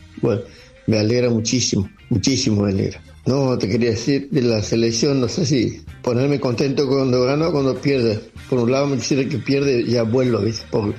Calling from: Suncho Corral, Santiago del Estero, Argentina; de Suncho Corral, Santiago del Estero.

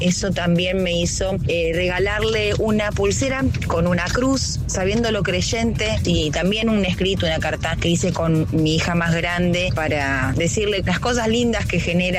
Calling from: Monte Grande, Buenos Aires Province, Argentina; de Monte Grande.

